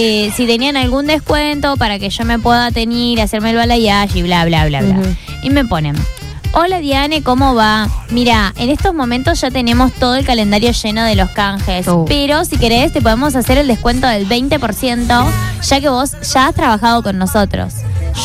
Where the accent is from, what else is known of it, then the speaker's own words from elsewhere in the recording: Buenos Aires Province, Argentina; yo soy acá de Zona Norte y es reconocida